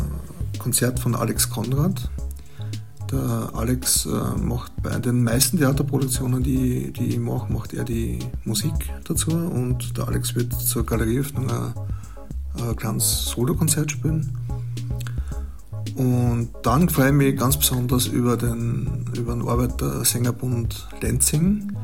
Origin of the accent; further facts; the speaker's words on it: Upper Austria, Austria; Ich bin in Altlenzing aufgewachsen und in die Volksschule gegangen. Meine Großeltern haben da ein Lebensmittelgeschäft gehabt